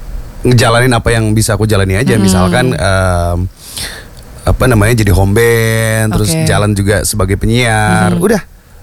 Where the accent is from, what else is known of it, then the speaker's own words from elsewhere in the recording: Balikpapan, East Kalimantan, Indonesia; Sedangkan aku sendiri nih dari Balikpapan.